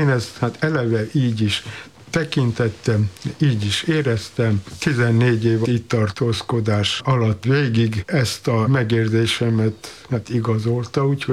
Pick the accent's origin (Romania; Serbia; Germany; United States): Romania; Transylvania; moved away as an adult; now in Hungary; Én 45 éves koromig Erdélyben éltem. Én akárhova kerülhetek, én most már erdélyi vagyok. Ez nem jelent semmiféle különleges identitást. Ez egyszerűen a szülőföld meghatározó ereje